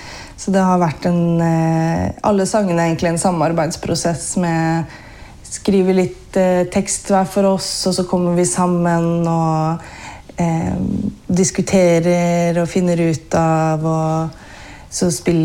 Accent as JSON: {"language": "Norwegian", "town": "Geilo", "region": "Buskerud", "country": "Norway", "tie": "born or raised there", "said": "Ja, jeg kommer fra Hallingdal, da. Jeg kommer fra Geilo, men det hører man ikke så godt heller. Men oppvokst på Geilo, men familien er fra Vestlandet, da."}